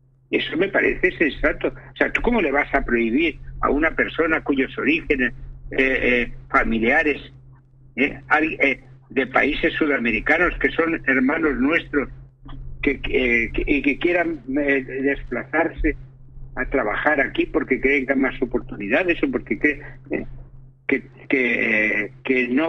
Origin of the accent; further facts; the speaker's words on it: Tarragona, Catalonia, Spain; now in Almería, Spain; Yo nací en Tarragona, yo soy catalán